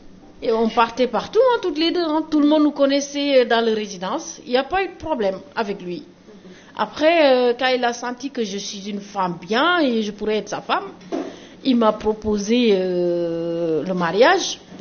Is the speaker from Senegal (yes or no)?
yes; Senegal; voilà. Et je suis sénégalaise.